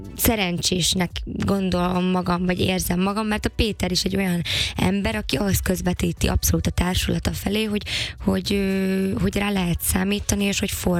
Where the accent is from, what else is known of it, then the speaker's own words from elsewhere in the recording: Felvidék, Slovakia; moved away as an adult; now in Budapest, Hungary; én Felvidékről jöttem, igaz, hogy egy színészi családból